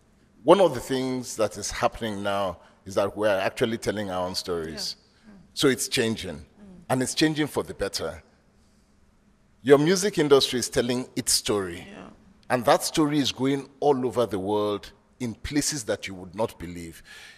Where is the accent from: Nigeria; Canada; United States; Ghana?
Nigeria; I have opened offices in many countries as a Nigerian